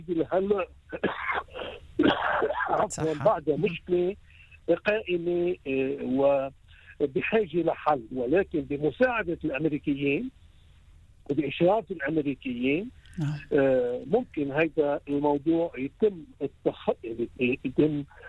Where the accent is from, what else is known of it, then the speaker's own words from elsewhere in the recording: Lebanon; وبرأي كثير من اللبنانيين، يعني أكثرية اللبنانيين وأنا شخصيا منهم